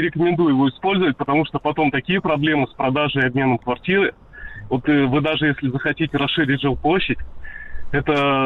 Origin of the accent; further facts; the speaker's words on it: Ural, Russia; born there; Вот хотел сказать, что я родился в Советском Союзе, на Урале.